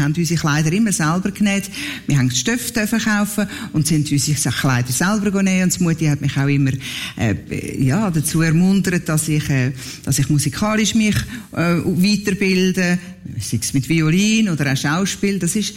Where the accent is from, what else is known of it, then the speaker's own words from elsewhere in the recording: Schwyz, Switzerland; wir sind wohlbehütet die Schweiz am Hauptplatz aufgewachsen. Das war vis-à-vis das Rathaus gewesen. Wir im Patrizierhaus, gerade vis-à-vis.